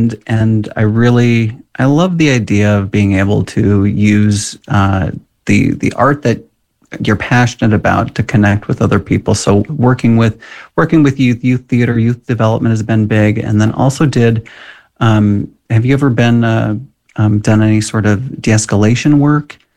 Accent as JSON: {"language": "English", "town": "Watertown", "region": "Minnesota", "country": "United States", "tie": "born or raised there", "said": "I grew up in Watertown, a small town west of the Twin Cities."}